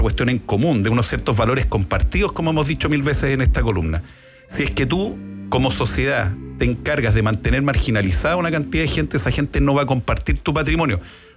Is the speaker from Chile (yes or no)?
yes; Chile; Y los monumentos nos representan a todos como chilenos.